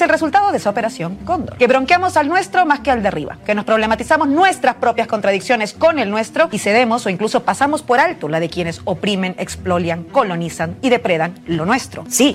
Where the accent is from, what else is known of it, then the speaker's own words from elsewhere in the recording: Peru; Primero, porque como peruana tenía muchas ganas de recordarle al mundo entero en un espacio de tan alta difusión que las Malvinas son siempre argentinas.